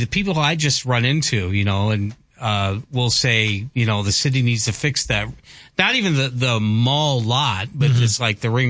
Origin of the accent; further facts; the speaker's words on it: Fort Dodge, Iowa, United States; now in Grand Forks, United States; my hometown in Fort Dodge, Iowa.